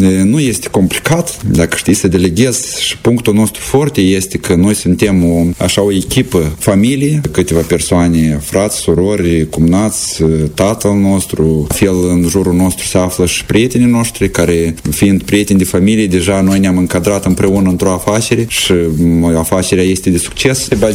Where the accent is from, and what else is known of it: Moldova